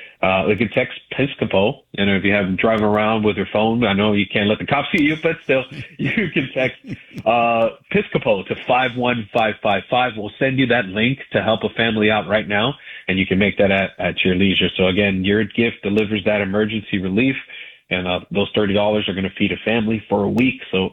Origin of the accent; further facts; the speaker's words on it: Pereira, Risaralda, Colombia; we met in Pereira. That's my hometown. That's where I'm from.